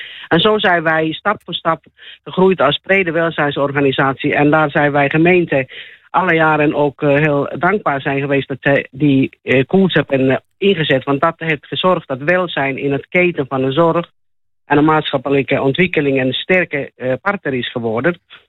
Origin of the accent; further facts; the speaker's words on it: Finland; accent: Finnish; Dutch is a second language; now in Netherlands; Het accent komt uit Finland.